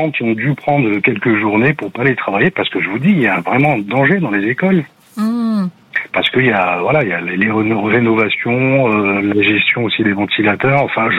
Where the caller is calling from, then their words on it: Montreuil, Île-de-France, France; je vous appelle de Montreuil.